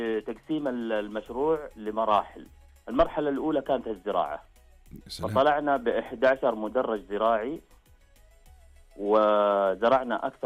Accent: Taif, Makkah Province, Saudi Arabia; moved away; فقلت لازم نرجع ونشوف الديرة. رجعنا لديرتنا في عام 2016، فوجدتها أجمل بكثير، تضاريسها، مناخها، أرضها، فواكهها، كل شيء

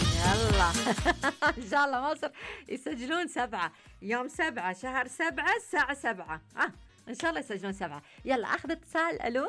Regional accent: Dammam, Eastern Province, Saudi Arabia; من الدمام.

